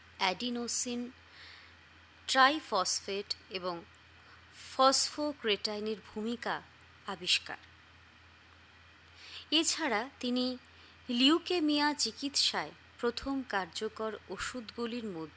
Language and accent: Bangla; India; born there; এমন এক দেশে আমরা জন্মেছি যেখানে ভারত মাতার এই মহান পুত্ররা জন্মগ্রহণ করেছিলেন।